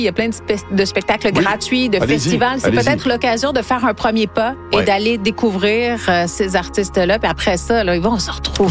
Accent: Quebec, Canada; born there; et ma région natale, le Saguenay-Lac-Saint-Jean, un tour du lac en chanson.

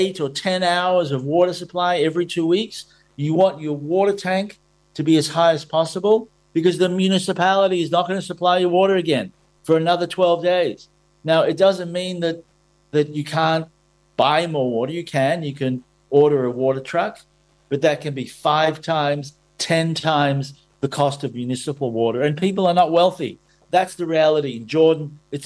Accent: Australia; now in Israel; As an Australian, I know the countryside reality too of drought.

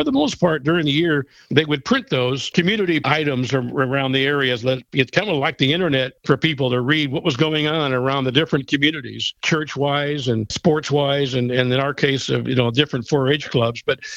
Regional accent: Iowa Falls, Iowa, United States; I introduced myself early on as growing up in Iowa Falls and listening to him.

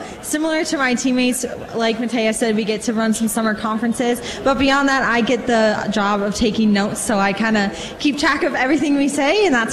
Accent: Glencoe, Minnesota, United States; I'm from Glencoe, Minnesota.

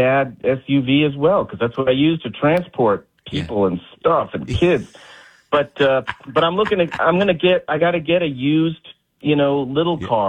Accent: Boston, Massachusetts, United States; And when I grew up in Boston, you know, I didn't have a car. I had a bike.

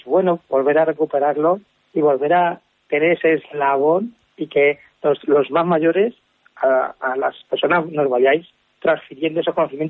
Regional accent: Consuegra, Castilla-La Mancha, Spain; yo soy de Consuegra

